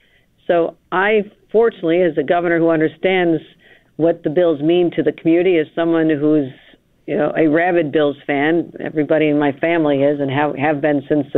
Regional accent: Buffalo, New York, United States; I'm from Buffalo

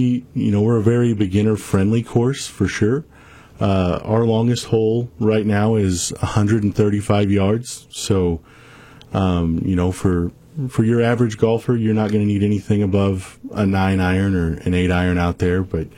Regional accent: St. Francois County, Missouri, United States; I was born and raised in St. Francis County. My family's originally from the Leadwood area.

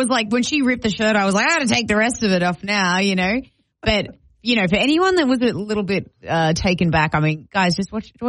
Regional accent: Australia; now in United States; I am from Australia. Yeah, yes. Yeah. I've lived in America for 7 years. My mom thinks I sound American, and I love it when people tell her she's wrong.

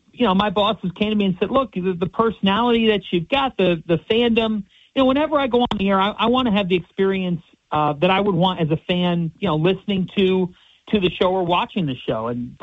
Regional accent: Cleveland, Ohio, United States; People know I'm from Cleveland

